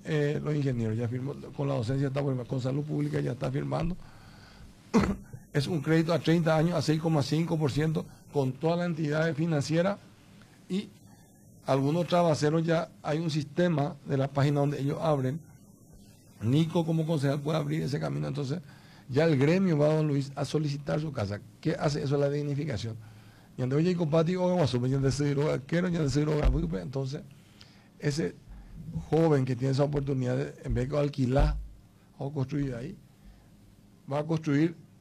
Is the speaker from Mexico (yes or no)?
no; Caazapá, Paraguay; reunirnos como cazapeños